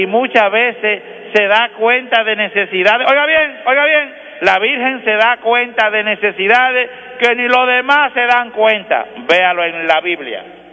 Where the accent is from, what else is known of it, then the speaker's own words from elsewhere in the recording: Dominican Republic; los dominicanos tenemos dominicanismos